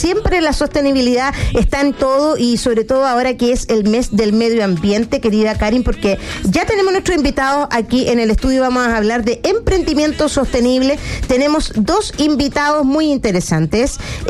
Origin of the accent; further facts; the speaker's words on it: Chile; anoche yo figuraba como buena madre chilena.